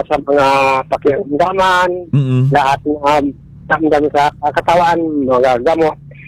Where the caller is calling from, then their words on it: Cagayan Valley, Philippines; Taga Sulidin po.